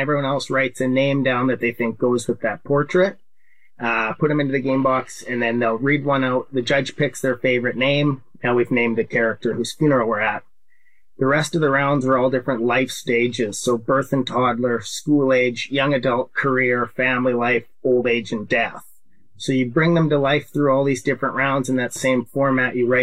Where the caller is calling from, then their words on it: Saskatoon, Saskatchewan, Canada; I'm calling from Saskatoon, Saskatchewan, Canada.